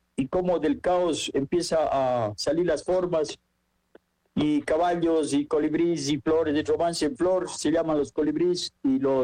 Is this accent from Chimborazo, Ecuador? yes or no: no; Cuenca, Azuay, Ecuador; Yo soy cuencano originalmente